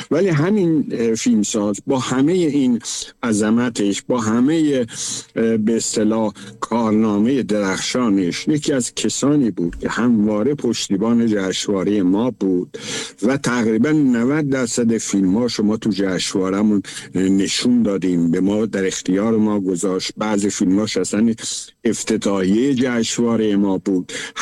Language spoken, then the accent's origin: Persian; Iran; آره بابا، ما ترکیم. وقتی اینه گفتم ترکیم، این میدونم که تو شهر یه سری آدم ها هستن که سریع قلقلکشون میشه، آقا چه میدونم ترک و نمیدونم فلان، ولی ما ترکیم.